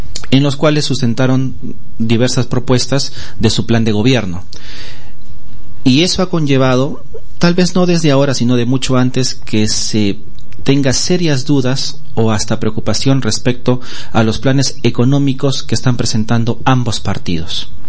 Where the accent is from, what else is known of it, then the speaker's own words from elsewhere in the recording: Peru; nosotros, como Estado peruano, estamos en una economía social de mercado.